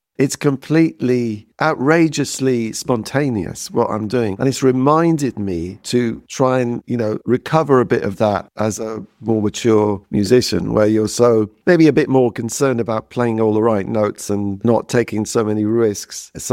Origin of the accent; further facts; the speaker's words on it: High Wycombe, South East England, United Kingdom; born there; my hometown at the time, High Wycombe